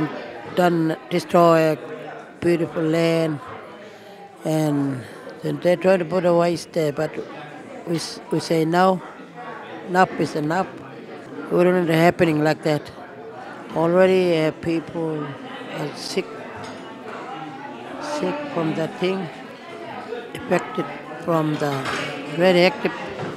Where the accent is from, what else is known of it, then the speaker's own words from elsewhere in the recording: Yalata, South Australia, Australia; I came from Yalata.